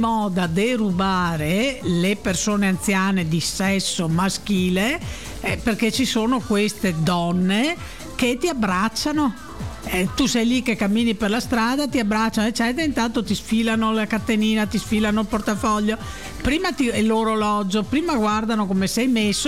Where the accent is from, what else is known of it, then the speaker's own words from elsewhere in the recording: Padua, Veneto, Italy; noi che siamo di Padova